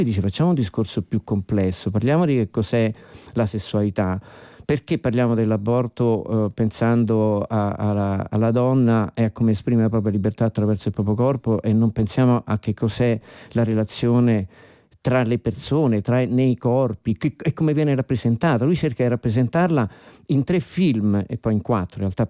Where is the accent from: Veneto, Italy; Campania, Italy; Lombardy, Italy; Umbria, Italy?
Lombardy, Italy; è friulano come io sono lombardo